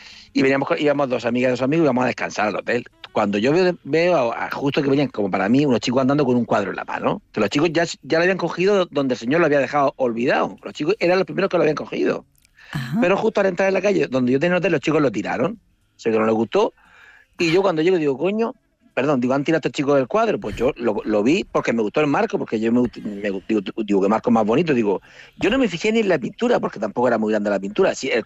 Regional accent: Murcia, Region of Murcia, Spain; Digo, mire … soy de Murcia y tal.

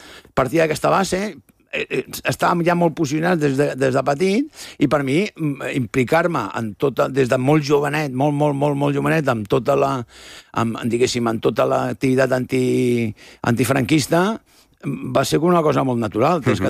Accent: Catalonia, Spain

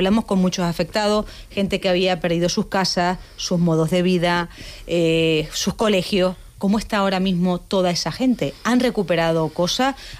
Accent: Canary Islands, Spain; Yo soy canaria, entonces mi corazoncito, lógicamente, está con que mañana se cumplen 5 años de la erupción del volcán Tajogaite en Cumbre Vieja.

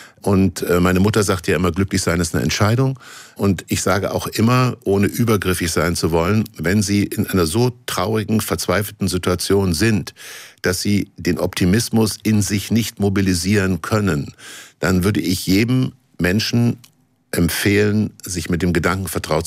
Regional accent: Kassel, Hesse, Germany; das habe ich schon als Kind in Kassel gemacht

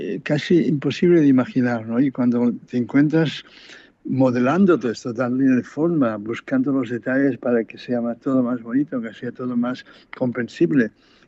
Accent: Catalonia, Spain

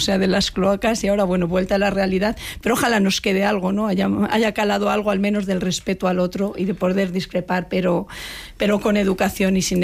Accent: Spain; now in Madrid, Spain

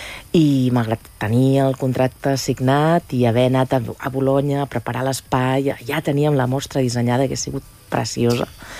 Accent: Girona, Catalonia, Spain; moved away as an adult; now in Barcelona, Spain; jo sóc del 1978, és a dir, que ja en tinc 48, i jo vaig néixer a Girona, vaig viure molt de temps a Girona, vaig estudiar allà, etc, etc, i vaig començar a treballar de ben petita, vinc d'una família humil

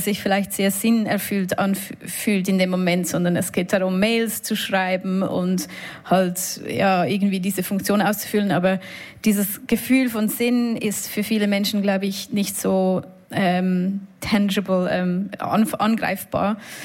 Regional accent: Switzerland; accent: Swiss German; weil ich Schweizerdeutsch spreche, man merkt es wahrscheinlich schon an meinem Akzent

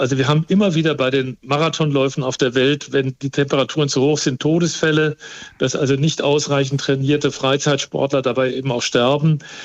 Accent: Frankfurt, Hesse, Germany; ich bin in Frankfurt aufgewachsen

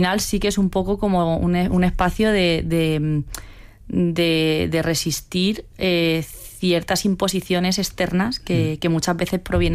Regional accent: Castilla-La Mancha, Spain; born or raised there

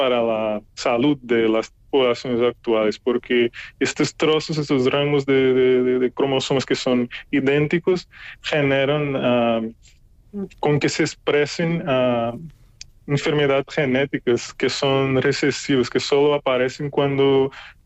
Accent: Brazil; Spanish is a second language; mayormente por investigadores que son de Latinoamérica, como yo también, que soy de Brasil

